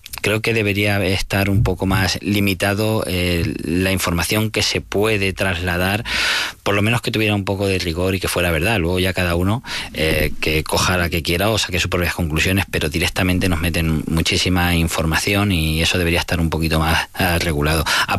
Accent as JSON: {"language": "Spanish", "region": "Castilla-La Mancha", "country": "Spain"}